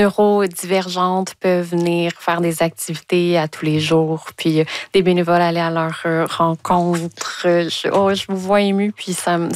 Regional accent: Farnham, Quebec, Canada; Moi, je viens de Farnham. Nous, on dit Frélich.

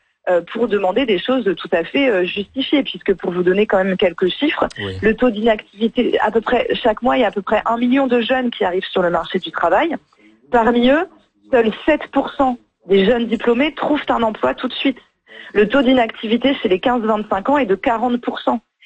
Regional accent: France; en plus moi je suis française, donc je vois des analogies aussi avec des choses que je peux observer ici dans les mobilisations.

